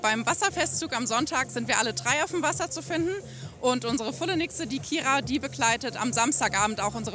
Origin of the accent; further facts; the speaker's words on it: Kassel, Hesse, Germany; Ich bin in Kassel geboren, hier aufgewachsen, immer hier geblieben